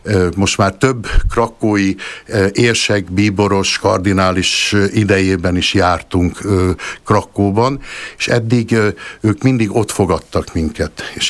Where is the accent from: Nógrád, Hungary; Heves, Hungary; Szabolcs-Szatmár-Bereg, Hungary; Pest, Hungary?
Nógrád, Hungary; Erdőkürt; Az én szülőfalumban vannak a pálos nővérek, egyetlen egy monostoruk van a magyar pálos nővéreknek, Erdőkürtön